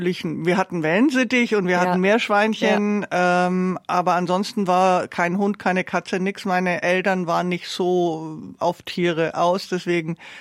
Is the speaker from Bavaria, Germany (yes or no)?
yes; Nuremberg, Bavaria, Germany; born there; Also genau, Nürnberg.